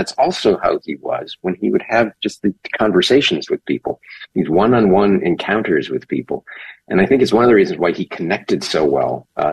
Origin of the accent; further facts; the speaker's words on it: Hawaii, United States; also born or lived in Germany; I was born in Germany, grew up in Hawaii, military. My dad retired there